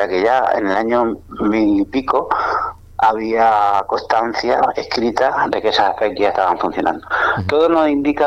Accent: Andalusia, Spain; la zona de Guadí, que es de donde soy yo

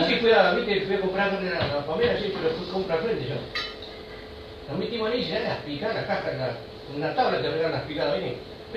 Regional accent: Argentina; Está bien, soy argentino, ¿viste?

